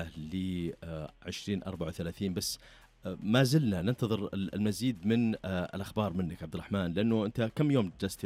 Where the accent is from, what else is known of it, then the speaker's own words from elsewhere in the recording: Saudi Arabia; نشوف الجيل القديم عندنا في السعودية